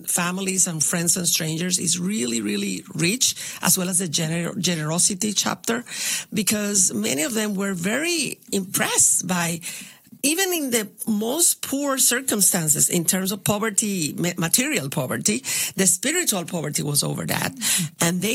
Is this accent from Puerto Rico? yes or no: yes; Isabela, Puerto Rico; I'm from Isabela. It's the town of the cockfighting.